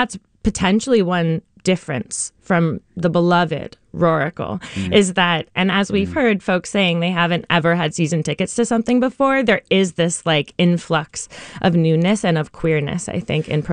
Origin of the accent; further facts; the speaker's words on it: Oakland, California, United States; I grew up here in Oakland and then I lived away for a while and now I'm back.